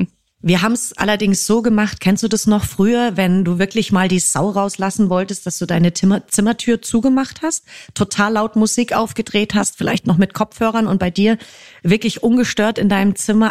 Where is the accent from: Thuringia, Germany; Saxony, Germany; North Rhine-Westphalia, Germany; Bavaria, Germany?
Bavaria, Germany; Fürstenfeldbruck; Fürstenfeldbruck, also in meiner alten Heimat.